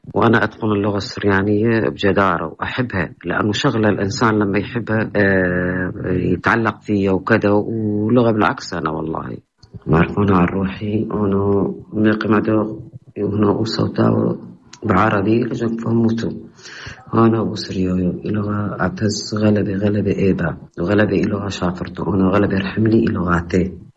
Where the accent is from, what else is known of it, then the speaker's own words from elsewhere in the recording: Al-Hasakah Governorate, Syria; أنا من قرية الوطوطية امرأة مسلمة سيدة مسلمة وعشت عمري طفولتي بين قريتنا قريتنا السريان طبعا تتميز بأهلنا السريان المسيحية وعشت بينهم واللغة أتقنها يعني كثير كويس